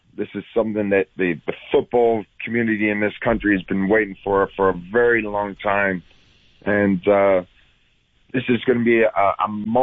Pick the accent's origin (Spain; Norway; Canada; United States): Canada; we're Canadians.